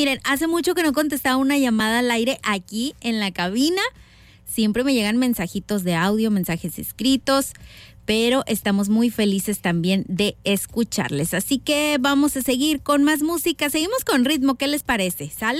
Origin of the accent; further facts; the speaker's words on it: Mexico; todos somos futboleros, todos somos mexicanos, hasta traigo puesta la verde